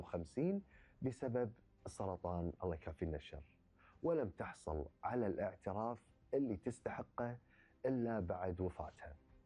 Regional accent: Kuwait; ديرتنا الكويت

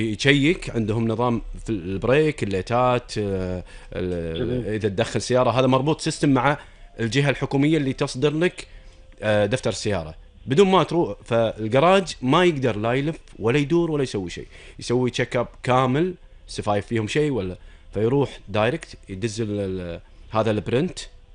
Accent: Kuwait; عندنا بالكويت

